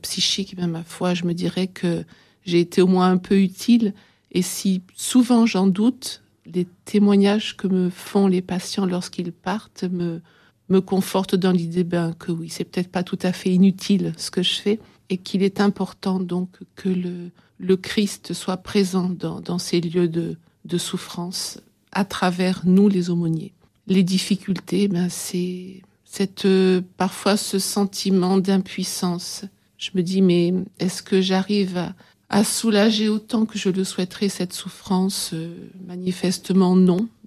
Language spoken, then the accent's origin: French; Provence-Alpes-Côte d'Azur, France; also born or lived in Oise; de retour sur mes terres provençales, hein, je suis originaire de la région d'Aix-en-Provence.